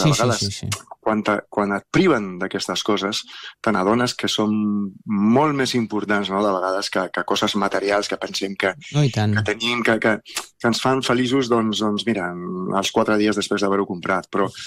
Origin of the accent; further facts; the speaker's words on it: Soria, Castile and León, Spain; menjar-me un torrent no de Sòria, que la meva mare és la que millor es fa, perquè som de Sòria.